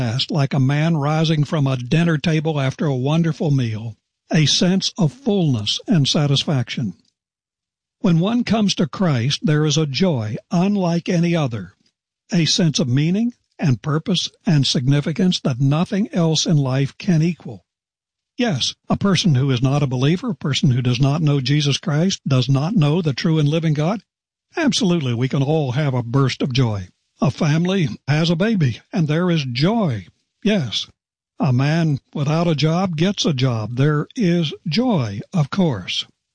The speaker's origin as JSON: {"language": "English", "region": "West Virginia", "country": "United States", "tie": "born or raised there", "said": "There was a man in my home state of West Virginia who won what seemed like zillions of dollars a few years ago in the lottery."}